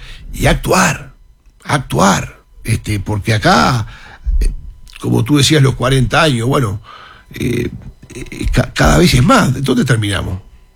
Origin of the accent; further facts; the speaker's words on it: San José, Uruguay; moved away as an adult; also born or lived in Montevideo; Yo vine de San José, de mi departamento, a estudiar a Montevideo, a facultad, como tantos del interior